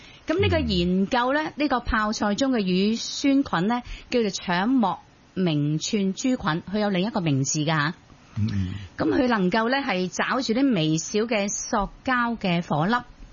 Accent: Guangdong, China; 我哋广东人

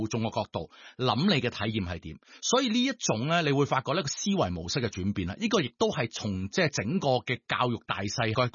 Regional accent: Fujian, China; 尤其是我系作为福建人啦，我哋最中意就问你系咩人啦，知道你是福建人就会对一对你究竟系边个嘅县市啦，然后发觉自己嘅老乡咧就会

